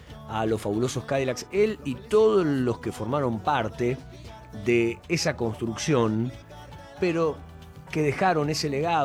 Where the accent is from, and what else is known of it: Argentina